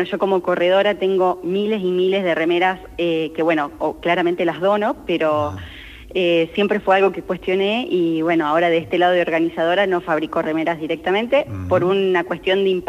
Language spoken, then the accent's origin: Spanish; Ushuaia, Tierra del Fuego, Argentina; Después hice esquí alpino porque nací y viví muchos años en Ushuaia.